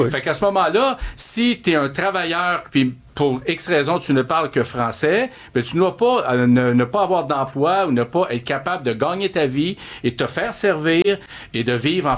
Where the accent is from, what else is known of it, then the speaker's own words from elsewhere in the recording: Brossard, Quebec, Canada; born there; also born or lived in Montreal; now in Saint-Constant, Canada; J'ai été élevé à Montréal, l'est de Montréal, puis après, je suis allé rester à partir de 6 ans à Brossard, puis après, je suis allé dans mon comté à Saint-Constant à partir de 19 ans.